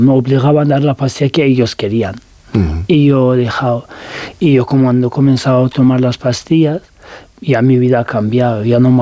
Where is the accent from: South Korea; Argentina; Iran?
Iran; Tehran, Tehran Province; Spanish is a second language; yo crecí en Teherán, los años de, en infancia mi familia mudaron a Teherán, pero nunca tuve el valor de volver y vivir ahí